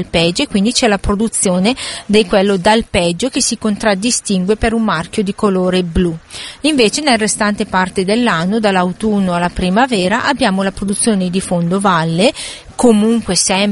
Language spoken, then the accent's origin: Italian; Lombardy, Italy; accent: Bergamasque; in dialetto bergamasco, il nostro dialetto